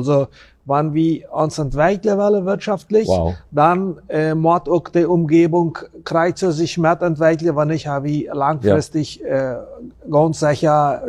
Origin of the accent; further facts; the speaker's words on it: Friesland, San Pedro, Paraguay; also born or lived in Chaco; Also, ich komme ursprünglich aus Friesland.